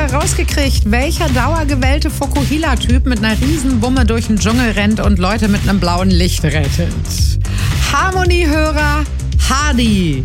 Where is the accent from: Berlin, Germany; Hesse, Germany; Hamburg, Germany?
Berlin, Germany; Ich komme ja aus Berlin und meine ganze Familie ist bei der Polizei.